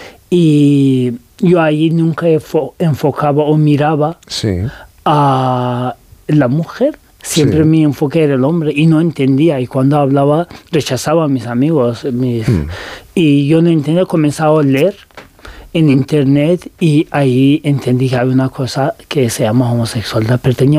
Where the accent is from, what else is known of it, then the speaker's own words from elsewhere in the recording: Tehran, Tehran Province, Iran; Spanish is a second language; yo crecí en Teherán, los años de, en infancia mi familia mudaron a Teherán, pero nunca tuve el valor de volver y vivir ahí